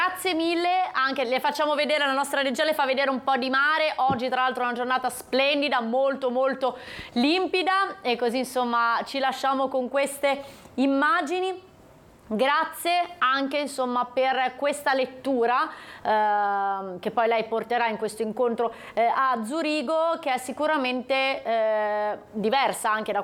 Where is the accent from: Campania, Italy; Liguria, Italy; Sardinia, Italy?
Liguria, Italy; Casella; born there; lo dice una che è nata a Casella